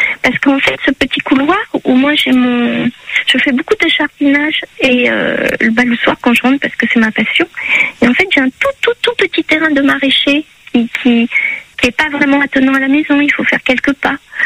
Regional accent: Paris, Île-de-France, France; Je suis parisienne, alors quand je suis arrivée là, j'étais heureuse, quoi, voilà.

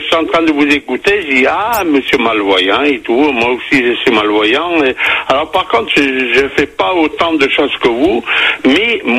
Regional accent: Nouvelle-Aquitaine, France; now in Bordeaux, France; ça fait 21 ans que j'habite à Bordeaux, mais je suis originaire du Béarn, à côté de Pau.

